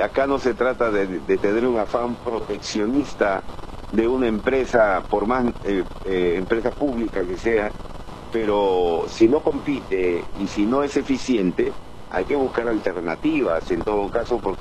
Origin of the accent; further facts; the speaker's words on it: Peru; nosotros estamos pagando más precio hoy en día como peruanos